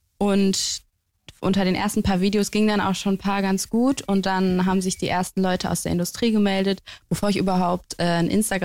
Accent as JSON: {"language": "German", "region": "Berlin", "country": "Germany", "tie": "born or raised there", "also_born_or_lived": "Münster", "said": "Also born in Münster und dann mit 4 nach Steglitz raised."}